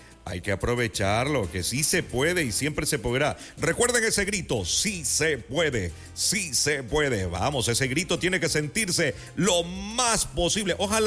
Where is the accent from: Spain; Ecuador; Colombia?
Ecuador; nosotros como ecuatorianos